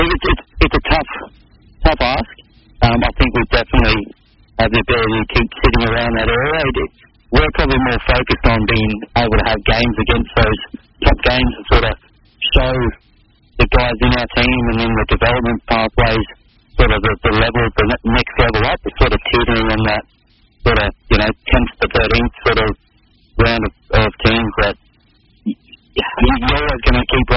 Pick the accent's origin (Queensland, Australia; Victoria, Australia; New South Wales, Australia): Queensland, Australia; Mackay; I'm a kid from Mackay, and all of a sudden I was playing in Madrid, the game I've loved since I was 9 years old.